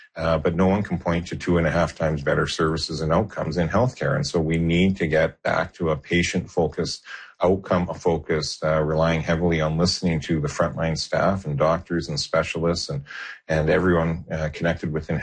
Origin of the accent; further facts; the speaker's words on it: Kamloops, British Columbia, Canada; I'm from Kamloops. 40% of our population doesn't have a family doctor.